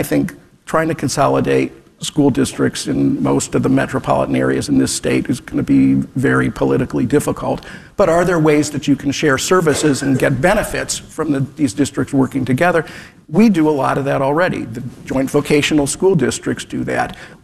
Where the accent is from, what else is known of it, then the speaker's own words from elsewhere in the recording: Cleveland Heights, Ohio, United States; And like I said, I grew up in Cleveland Heights. I know that there's not a lot of commercial property.